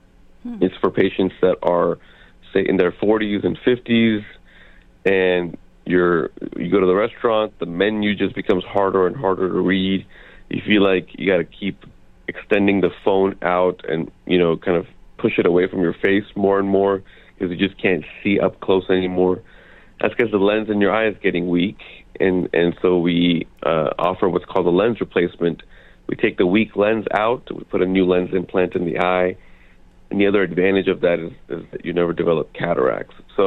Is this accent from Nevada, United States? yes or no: no; Tyler, Texas, United States; now in Plano, United States; Plano is kind of a second home. I grew up in Tyler, Texas, but we spent a lot of time coming back to the Frisco Plano area.